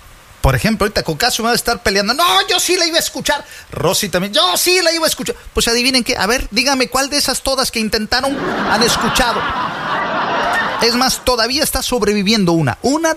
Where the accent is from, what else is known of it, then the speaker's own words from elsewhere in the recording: Veracruz, Mexico; yo soy de oro, yo soy Jarocho.